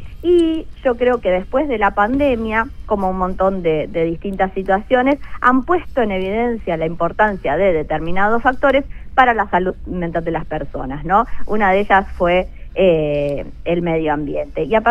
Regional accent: Patagonia, Argentina; Yo soy de la Patagonia.

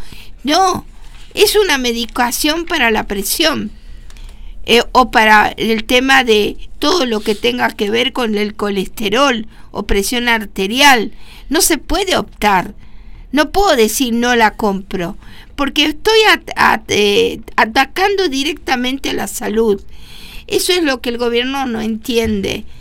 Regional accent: Argentina; como ciudadanos, como argentinos

